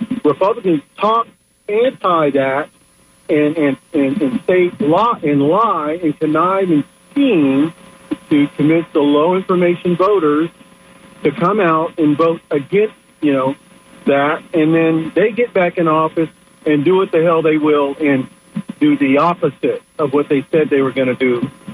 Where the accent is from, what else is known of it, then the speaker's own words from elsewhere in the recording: Oklahoma, United States; moved away as an adult; Yeah, I'm from Oklahoma originally, transferred here in 92.